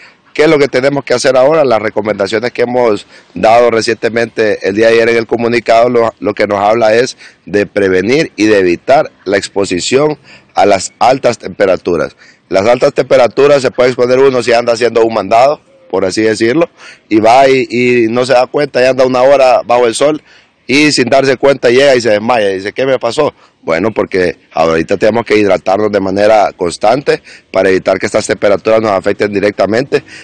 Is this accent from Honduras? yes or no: yes; Honduras; Nosotros los hondureños